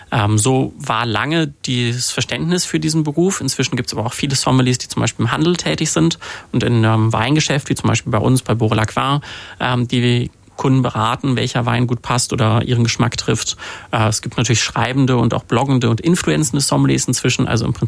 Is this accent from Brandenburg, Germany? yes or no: no; Cologne, North Rhine-Westphalia, Germany; Ich komme aus Köln.